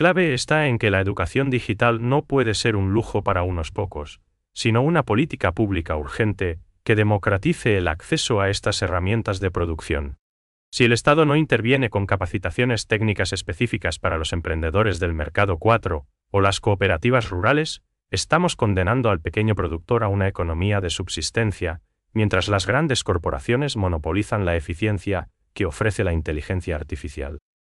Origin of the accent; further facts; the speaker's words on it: Paraguay; El desafío para nosotros como paraguayos es cerrar la brecha digital